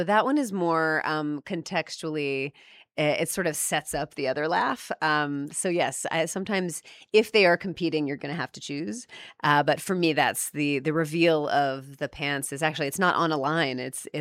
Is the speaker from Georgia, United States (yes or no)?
yes; Decatur, Georgia, United States; so they are from my hometown of Decatur, Georgia.